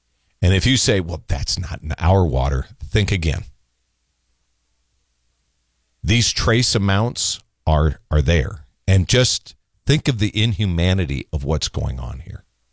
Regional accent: Edina, Minnesota, United States; moved away; I grew up in Edina.

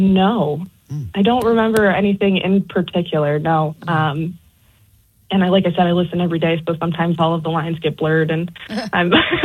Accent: New York, United States; moved away as an adult; now in Midwest, United States; I'm originally from Western New York.

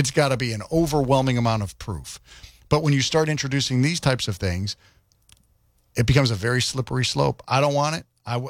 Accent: United States; I'm an American.

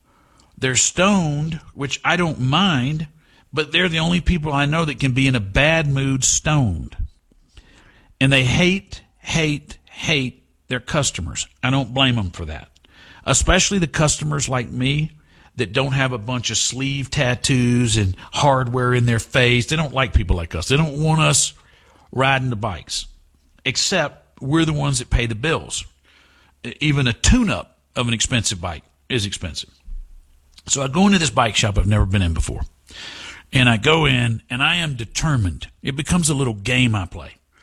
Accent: Houston, Texas, United States; I'm from Houston.

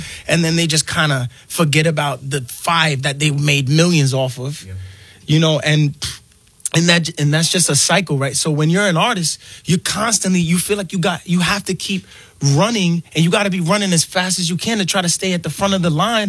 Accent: New York, United States; And I'm from New York, so like I grew up listening to all of these artists, but they were all singing in Spanish.

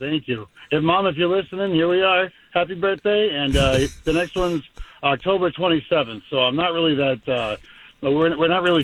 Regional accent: Marshfield, Massachusetts, United States; now in Brookline, United States; I'm from Brookline, New Hampshire right now, but I am originally from Marshfield, Massachusetts.

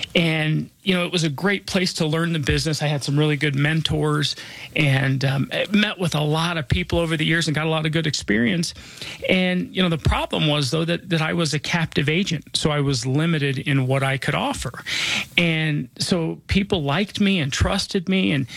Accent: Denver, Colorado, United States; I was born and raised here in Denver.

